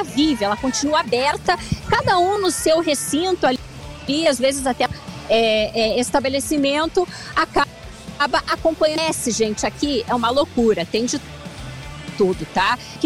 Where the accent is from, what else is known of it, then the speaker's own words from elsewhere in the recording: Curitiba, Paraná, Brazil; Eu que sou de Curitiba, tô acostumada.